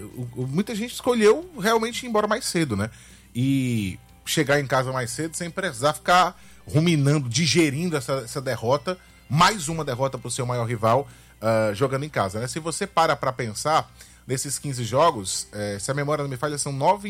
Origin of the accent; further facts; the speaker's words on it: Maranguape, Ceará, Brazil; eu que sou de Maranguape